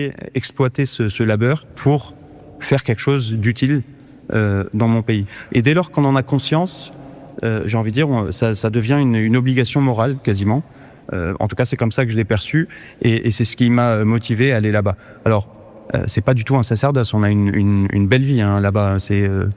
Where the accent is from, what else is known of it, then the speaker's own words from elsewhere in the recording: Nantes, Pays de la Loire, France; also born or lived in Iraq / Paris; je suis né en Irak en 90. Ma famille est arrivée en France en 91, donc je m'en souviens pas. Mais on s'est installé à Nantes, j'ai grandi à Nantes, et puis un peu à Paris sur la fin.